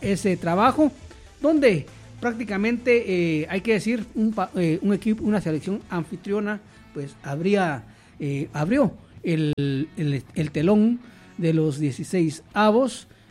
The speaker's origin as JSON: {"language": "Spanish", "country": "Guatemala", "said": "nosotros como guatemaltecos"}